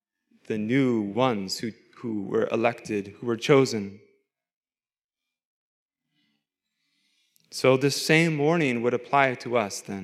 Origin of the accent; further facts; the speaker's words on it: Post Falls, Idaho, United States; I come from Post Falls, we know that there are families